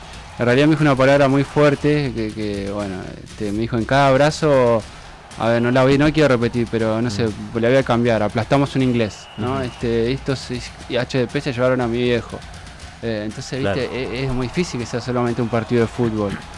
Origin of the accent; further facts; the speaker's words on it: Argentina; Está bien, pero no todos son fanáticos de … somos todos argentinos.